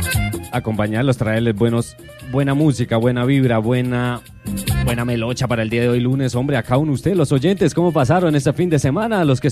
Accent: Colombia; Un poquito tarde como buen colombiano.

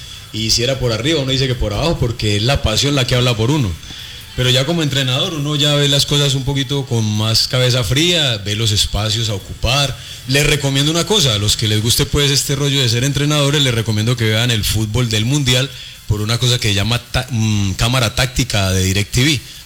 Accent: Colombia; Como colombiano les digo que me gustaría que ganáramos 2-0.

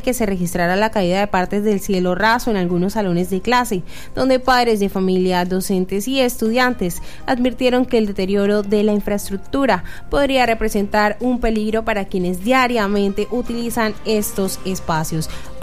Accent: Colombia; De unirnos como colombianos, que nos ponemos la camiseta de Colombia.

